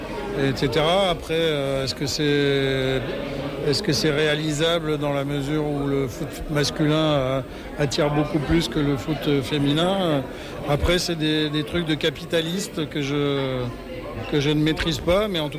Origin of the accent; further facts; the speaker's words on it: Mauritius; Oui, je suis originaire de l'île Maurice. Et donc ça fait des années que je veux tourner un film chez moi